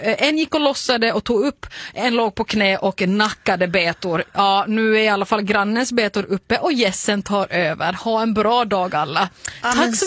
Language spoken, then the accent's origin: Swedish; Finland; moved away